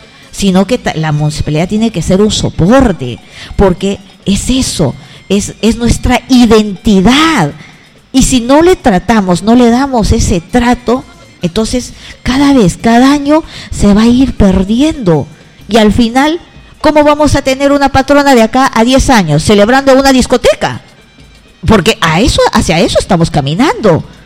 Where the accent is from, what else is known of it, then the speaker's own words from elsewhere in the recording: Sisa, San Martín, Peru; yo crecí acá en Sisa